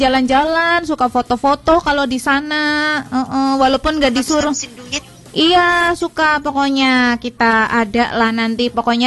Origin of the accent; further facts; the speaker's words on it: Cilacap, Central Java, Indonesia; Kita kan orang Cilacap